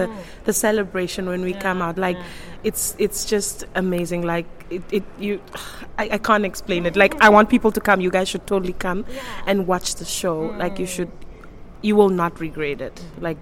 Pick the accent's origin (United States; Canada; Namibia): Namibia; I'm classically trained back in Namibia.